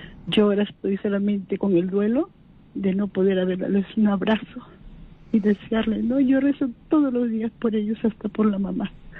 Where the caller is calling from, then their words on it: Lima, Peru; De San Martín de Porras.